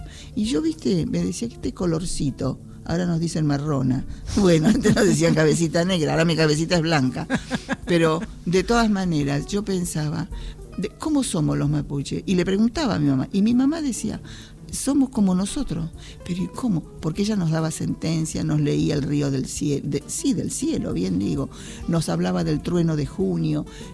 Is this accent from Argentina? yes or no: yes; Los Toldos, Buenos Aires Province, Argentina; born there; moved away; De Los Toldos, donde yo nací, que fui la última que nació en la comunidad de Los Toldos, hoy General Viamonte también.